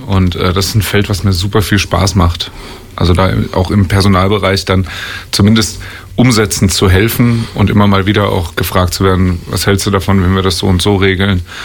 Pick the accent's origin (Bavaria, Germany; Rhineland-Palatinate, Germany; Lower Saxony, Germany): Rhineland-Palatinate, Germany; Mainz; Also, als Kind auf dem Lerchenberg aufzuwachsen, das war schon ein bisschen besonders, weil der Lerchenberg ist ja irgendwie Ende der 60er Jahre, Anfang der 70er Jahre gegründet worden und dann sind alle dahin gezogen.